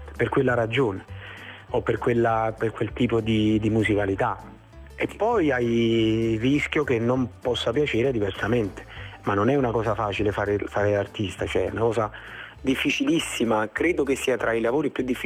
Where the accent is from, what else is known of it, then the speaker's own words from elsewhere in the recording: Campania, Italy; born there; Io sicuramente sono nato in un posto meraviglioso che è, insomma, è la Campania, no?